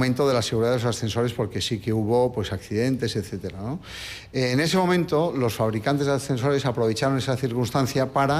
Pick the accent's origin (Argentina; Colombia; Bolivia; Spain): Spain; Bilbao, Basque Country; Yo soy de Bilbao, pero defiendo todo lo que hay en San Sebastián.